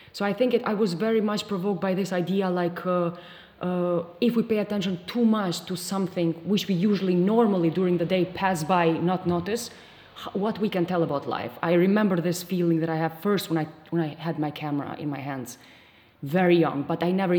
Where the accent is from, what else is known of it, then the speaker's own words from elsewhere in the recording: Kosovo; I knew that I want to make films in Kosovo, because I'm from Kosovo.